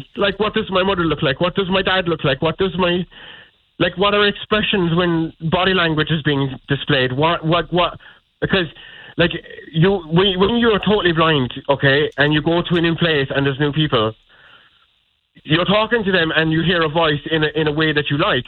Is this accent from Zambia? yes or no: no; England, United Kingdom; I'm an English.